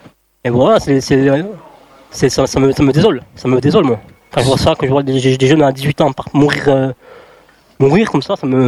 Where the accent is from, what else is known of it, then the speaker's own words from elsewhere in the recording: Algeria; now in France; Et moi, je suis un Algérien